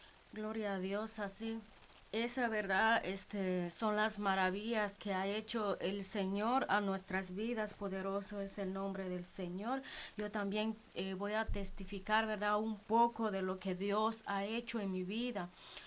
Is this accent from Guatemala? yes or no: yes; Baja Verapaz, Guatemala; en la iglesia del Nazareno, de allá, ¿verdad?, donde nací, allá por Baja Verapaz. Entonces, hermanos, pero ahí en ese tiempo yo crecí